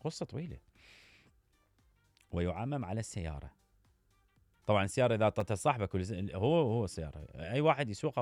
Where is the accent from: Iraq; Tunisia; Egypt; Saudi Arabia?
Iraq; أحاول ما أحكي أنا عراقي